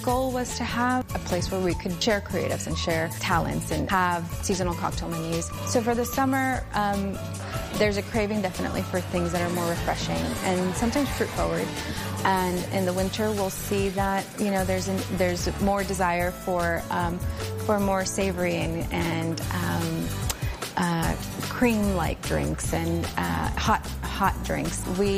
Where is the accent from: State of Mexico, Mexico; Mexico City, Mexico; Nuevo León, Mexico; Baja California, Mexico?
Nuevo León, Mexico; Monterrey; now in United States; I am from Monterrey, Nuevo León, and my family also comes from San Luis Potosí, what is probably the northern-ish part of Mexico. We were part of the 1986 immigration reform